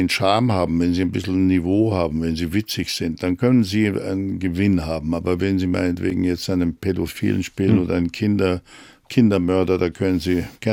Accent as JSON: {"language": "German", "country": "Germany"}